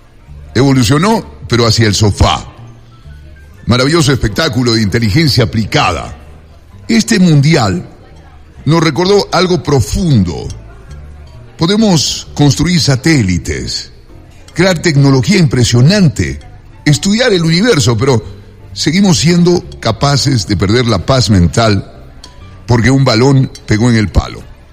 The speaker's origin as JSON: {"language": "Spanish", "country": "Ecuador"}